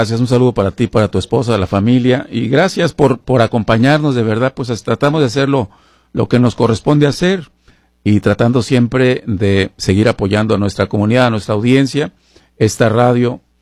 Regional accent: Mexico; moved away; como latinos, como hispanos, como en este caso como mexicanos

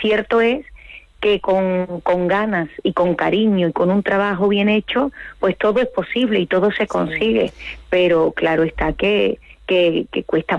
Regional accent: Spain; lo mucho que me queréis, tanto fuera de España como en mi tierra, ¿no?

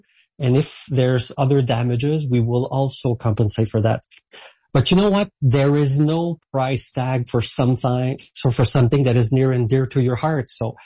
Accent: Saint-Hyacinthe, Quebec, Canada; I come from a farmer region myself. I was raised in Saint-Hyacinthe, which is the capital of the agricultural world in Quebec, so I know that reality.

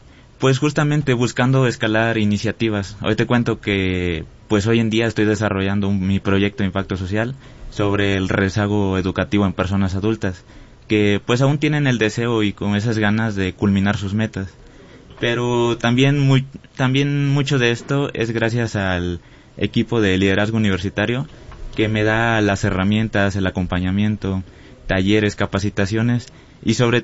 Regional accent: Veracruz, Mexico; Te cuento, yo vengo de una preparatoria de Veracruz y justamente...

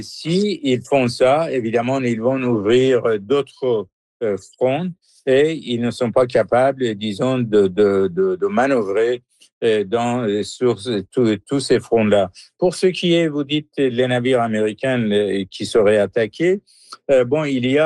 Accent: Iran; moved away as an adult; now in Canada; Quand, avec ma femme, nous avons quitté l'Iran pour le Canada de venir étudier ici en 78, on payait 6,7 tout le monde, la devise iranienne, pour un dollar américain.

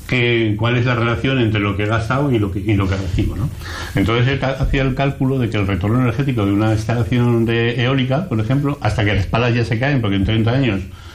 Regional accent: Aragon, Spain; now in Valencian Community, Spain; yo soy un aragonés aterrizado en el País Valencia

